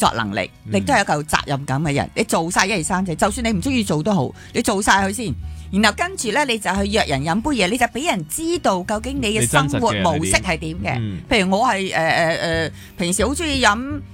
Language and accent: Cantonese; Hong Kong; 其實我哋香港人都唔係好擅長。